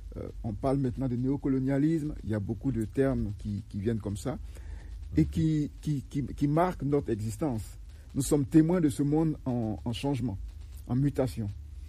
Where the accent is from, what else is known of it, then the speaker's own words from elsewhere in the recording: Dimbokro, Lacs, Côte d’Ivoire; born there; Comme vous l'avez dit, je suis né à Dimbokro, et donc cette ville est baignée par le Nzi.